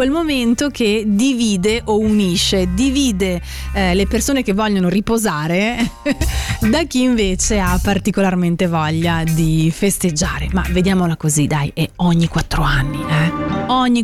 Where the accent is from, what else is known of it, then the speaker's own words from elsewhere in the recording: Ticino, Switzerland; Dalle mie parti, Alto Mendrisiotto, non c'erano caroselli, non c'erano clacson o altro.